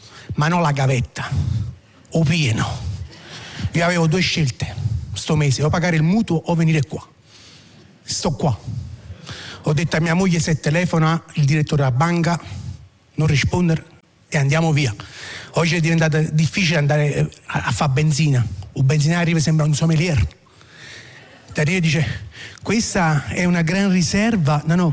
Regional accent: Naples, Campania, Italy; Io ricordo quando si faceva un mese di vacanza, da napoletano si andava in Calabria

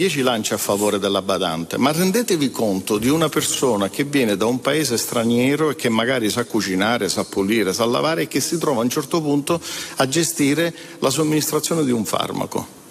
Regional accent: Udine, Friuli-Venezia Giulia, Italy; Io vengo da Udine, una città tutto sommato piccolina con dei mezzi pubblici

